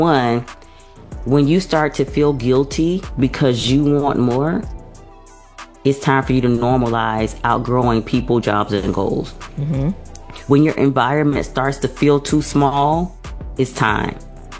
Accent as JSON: {"language": "English", "town": "Miami", "region": "Florida", "country": "United States", "tie": "born or raised there", "said": "most of you know I'm from Miami, Florida, and I grew up in, I lived in Liberty City."}